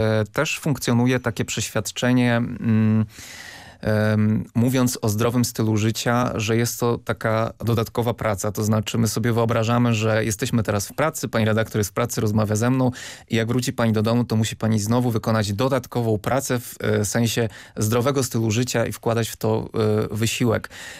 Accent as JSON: {"language": "Polish", "region": "Lublin Voivodeship", "country": "Poland", "moved": "yes", "said": "Ja pochodzę z niedużego miasta na Lubelszczyźnie"}